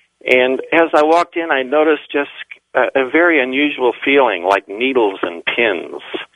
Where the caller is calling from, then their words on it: Kansas City, Missouri, United States; calling from Kansas City, Missouri, 77 Talk Radio.